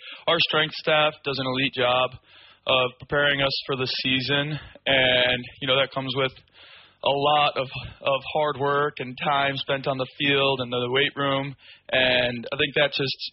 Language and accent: English; Tracy, Minnesota, United States; born or raised there